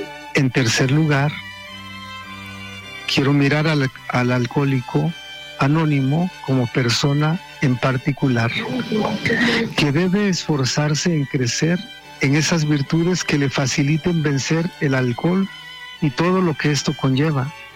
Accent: Guerrero, Mexico; moved away; en mi tierra, en Guerrero

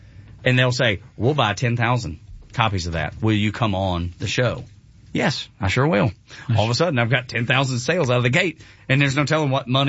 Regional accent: Dalton, Georgia, United States; accent: Northwest Georgia; Cause I'm from Dalton.

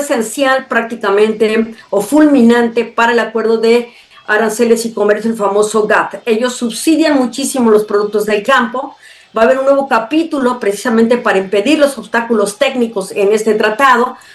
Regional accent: Mexico; nos da el reto como mexicanos a producir mucho mejor

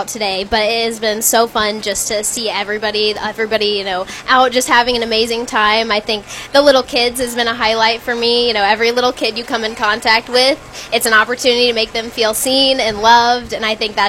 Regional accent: Tippecanoe County, Indiana, United States; I had the honor of being first runner-up, Miss Indiana State Fair Queen for Presley, and I'm from Tippecanoe County.

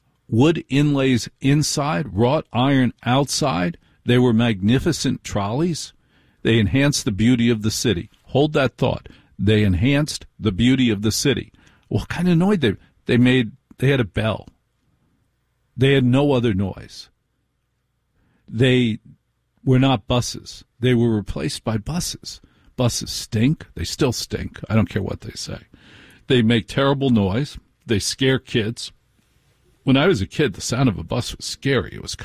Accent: Maplewood, United States; You know, I grew up in Maplewood

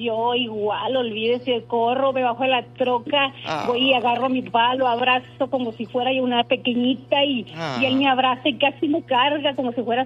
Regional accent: Ciudad Juárez, Chihuahua, Mexico; Mire, yo soy de Ciudad Juárez.

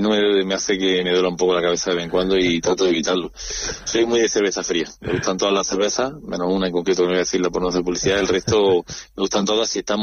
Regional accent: Jaén, Andalusia, Spain; en Los Arcos, que fue donde nací, en la zona de los Sauces, en la plaza Cervantes, de ahí cerca de Arimelia, en Jaén, desde hasta los 19 años, 100% en Jaén

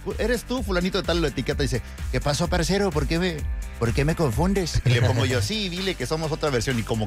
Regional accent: Mexico; Soy mexicano.

